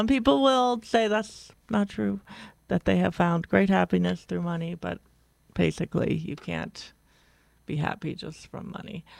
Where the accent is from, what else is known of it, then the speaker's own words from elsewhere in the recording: Ohio, United States; Other than I'm from Ohio, too. Not from Dayton.